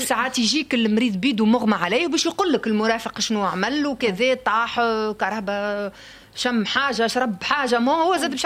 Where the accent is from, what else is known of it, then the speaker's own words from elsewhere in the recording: Tunisia; في لي زيرجونس نتاعنا في تونس